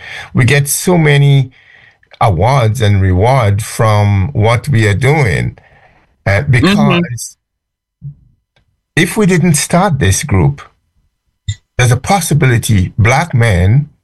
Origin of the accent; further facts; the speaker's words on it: Canada; I would not give up the fight because I think I have an obligation as a Canadian to get educated.